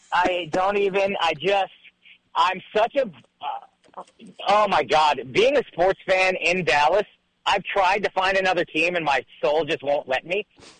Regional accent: India; you feel so stupid as an Indian going there and being like, oh, wow, not everybody's Indian.

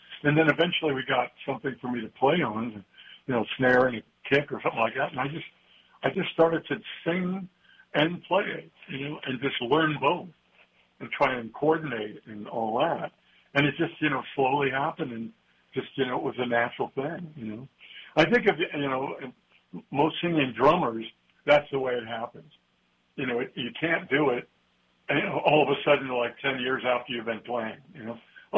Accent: California, United States; growing up in California, you know

